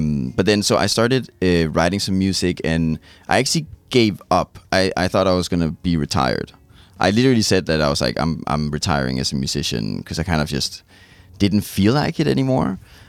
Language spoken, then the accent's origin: English; Copenhagen, Capital Region of Denmark, Denmark; moved away as an adult; now in Amsterdam, Netherlands; when I tell people I'm from Copenhagen, they're like, oh, that's so cool, that's amazing. And I'm like, well, it's lame because I lived there my whole life